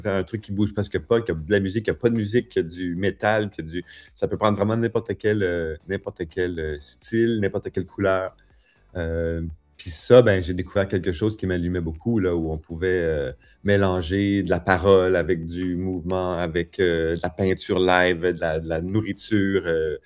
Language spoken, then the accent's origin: French; Saskatchewan, Canada; moved away; Puis moi, j'ai grandi dans Saskatchewan, dans une province où il n'y avait pas vraiment un milieu, il n'y a pas vraiment de danseurs professionnels.